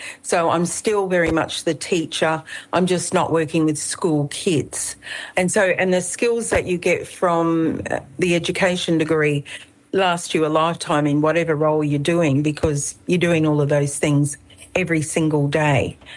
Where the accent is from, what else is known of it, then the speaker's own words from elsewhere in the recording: Darwin, Northern Territory, Australia; So being a desert woman from Central Australia, my family moved from there to Darwin when I was 4 years of age. So I grew up in saltwater country, beautiful Darwin.